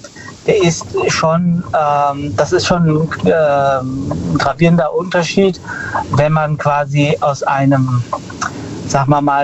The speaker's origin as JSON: {"language": "German", "town": "Frankfurt", "region": "Hesse", "country": "Germany", "said": "Ich komme aus Frankfurt."}